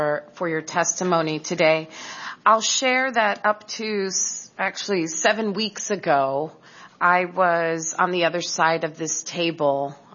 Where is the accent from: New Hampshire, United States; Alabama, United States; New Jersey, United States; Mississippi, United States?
New Jersey, United States; Excuse my language. I'm from New Jersey. This is how we talk.